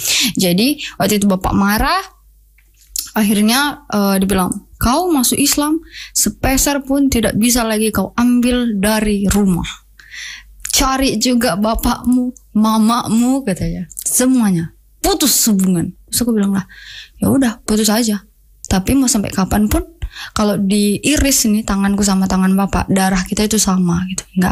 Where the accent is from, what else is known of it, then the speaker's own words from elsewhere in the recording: North Sumatra, Indonesia; moved away; also born or lived in Pematangsiantar; SMA Katolik ini di Siantar kan, jauh dari kampung saya. Saya tuh di kampung yang sangat kecil, sangat pedalaman.